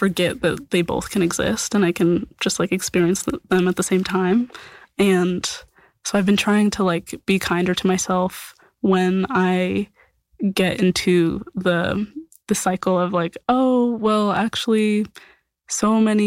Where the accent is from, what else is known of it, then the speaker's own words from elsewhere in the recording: Albuquerque, New Mexico, United States; also born or lived in Rio Rancho; I grew up like primarily in Albuquerque and then moved over to Rio Rancho for middle and high school.